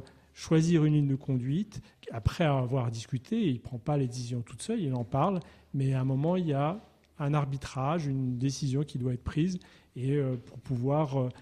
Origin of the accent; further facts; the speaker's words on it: Brittany, France; now in Haute-Loire, France; celui où j'ai grandi, la Côte d'Armor en Bretagne.